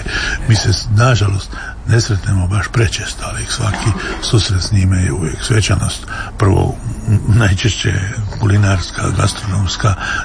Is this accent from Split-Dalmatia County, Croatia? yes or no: yes; Hvar, Split-Dalmatia County, Croatia; povezuju nas dva zavičaja, makarsko hvarski, njegov makarski, moj hvarski